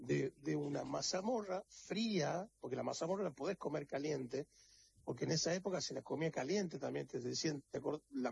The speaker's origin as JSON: {"language": "Spanish", "region": "Tucumán", "country": "Argentina", "moved": "yes", "lives_now": "Buenos Aires, Argentina"}